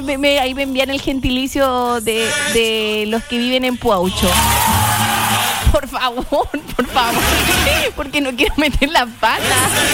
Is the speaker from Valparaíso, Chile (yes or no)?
no; Curaco de Vélez, Los Lagos, Chile; ¿Quién les habla? Viene de Curaco de Vélez, de la isla de Quinchao.